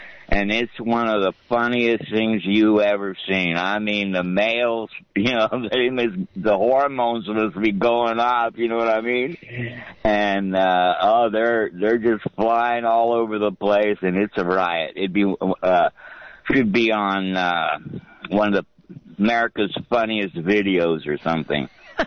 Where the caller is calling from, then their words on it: Santa Cruz, California, United States; Here in Santa Cruz.